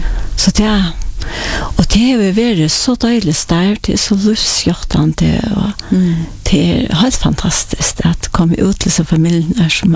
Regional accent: Klaksvík, Faroe Islands; Jag är uppvuxen i Klaxvik. Och jag är född i Surveje. Bodde först i fem år i Surveje.

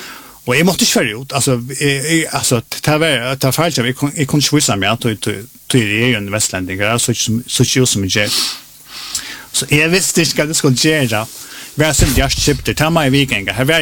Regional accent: Denmark; Swedish is a second language; Kjallt om jag är danska rutschborgare, jag har danspass.

